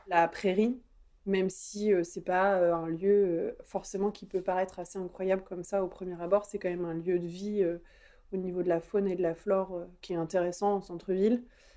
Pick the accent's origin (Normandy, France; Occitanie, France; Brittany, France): Normandy, France; Caen; J'ai toujours vécu du coup à côté de Caen, je suis normande, on est un peu chauvin, nous les Normands.